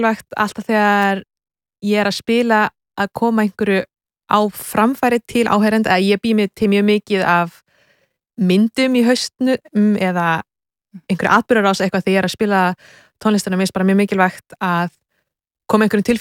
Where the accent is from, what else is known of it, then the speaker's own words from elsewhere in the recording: Kollafjörður, Capital Region, Iceland; now in Germany; Sko, náttúrulega, í Kollafirði eru fá hús, þannig að ég var náttúrulega mjög mikið út að leika sem barn og náttúrulega mjög mikið náttúra.